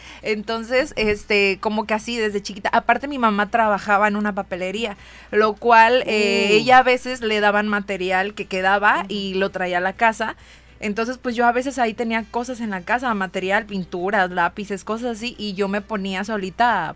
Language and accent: Spanish; Acapulco, Guerrero, Mexico; born there; nací también aquí en Acapulco, Guerrero.